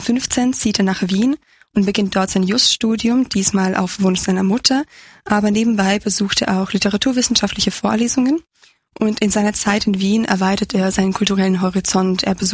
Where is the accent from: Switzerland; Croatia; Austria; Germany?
Croatia; gesprochenen jungen Mann aus meiner Heimat Kroatien vorstellen zu dürfen.